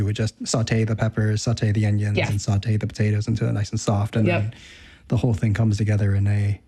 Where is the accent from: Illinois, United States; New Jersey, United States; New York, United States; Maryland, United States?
New Jersey, United States; I grew up in Jersey.